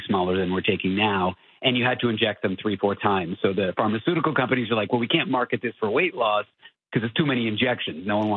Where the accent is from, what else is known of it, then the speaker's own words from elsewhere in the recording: Toronto, Ontario, Canada; Poor guy. I'm from Toronto.